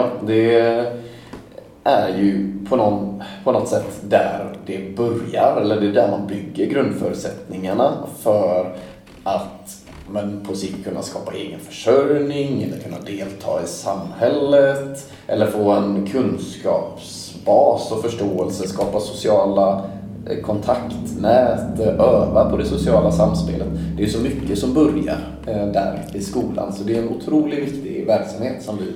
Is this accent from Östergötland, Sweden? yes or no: no; Kungälv, Västra Götaland County, Sweden; moved away as an adult; now in Mösseberg, Falköping, Sweden; jag kommer från början från Kungälv utanför Göteborg, så jag är inflyttad sedan några år tillbaka.